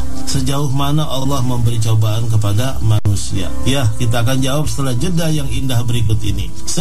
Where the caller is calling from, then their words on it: South Kalimantan, Indonesia; Pak Ustadz, kami dari Kalsel, Kalimantan Selatan, mau bertanya yang berkaitan dengan mimpi saya.